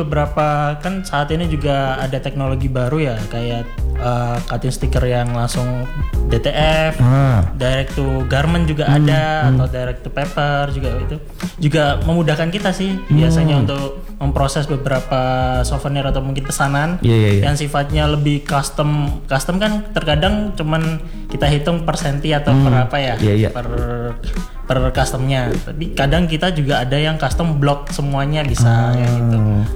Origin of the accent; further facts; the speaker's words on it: Java, Indonesia; Kita juga nggak kalah nih dari Jawa. Saya sendiri juga dari Jawa gitu.